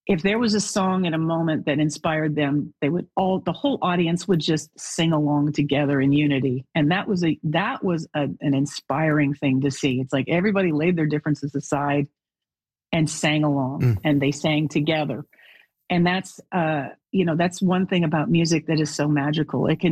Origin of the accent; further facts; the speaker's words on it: Alberta, Canada; So it kind of, it blends growing up in Alberta, driving on black ice.